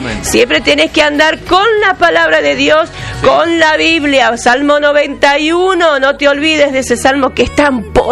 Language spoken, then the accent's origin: Spanish; Argentina; Somos religiosos, somos católicos, somos argentinos